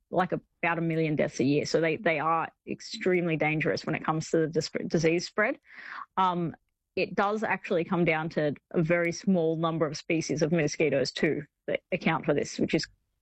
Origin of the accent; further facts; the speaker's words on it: Sydney, New South Wales, Australia; Now, I'm from Sydney, so I don't fully know what the climate is like in either of those areas.